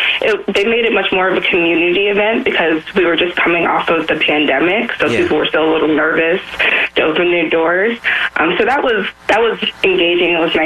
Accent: New York City, New York, United States; I'm from Brooklyn

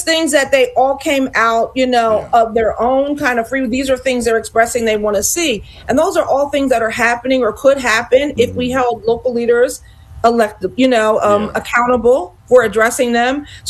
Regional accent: Montgomery County, United States; I come from Montgomery County.

